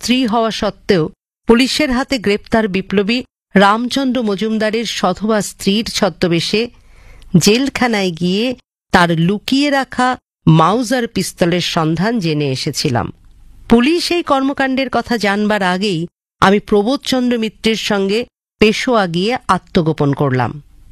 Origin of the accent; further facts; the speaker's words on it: West Bengal, India; বীরভূম থেকে।